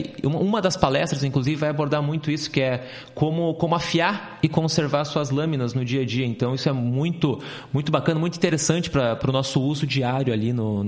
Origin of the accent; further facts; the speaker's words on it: Curitiba, Paraná, Brazil; Eu sou, nasci em Curitiba e sempre morei em Curitiba